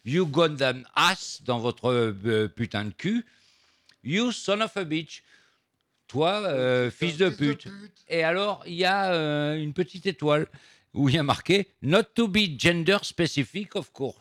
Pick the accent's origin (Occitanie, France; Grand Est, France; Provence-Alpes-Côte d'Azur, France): Occitanie, France; Montpellier; Oui. On vient du soleil, on vient de Montpellier.